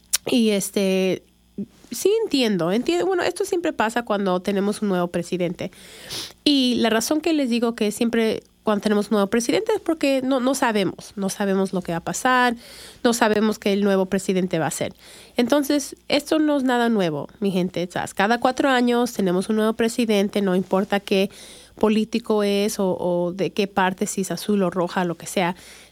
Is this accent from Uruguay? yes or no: no; Chicago, Illinois, United States; now in Lexington, United States; Yo nací en Chicago. Mi mamá es de Perú, Lima, Perú. Mi papá es de México. Y pues yo nací en Chicago, crecí en Chicago y ya tengo 26 años viviendo aquí en el estado de Kentucky. Y aquí es donde me decidí quedar.